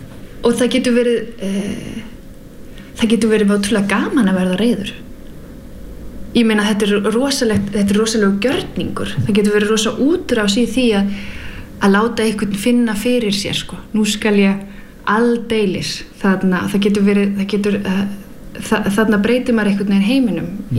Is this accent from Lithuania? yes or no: no; Denmark; now in Iceland; nú er ég alin upp í Danmörku og það er mjög, mjög sjaldan að þú verður fyrir reiði í opinberu rými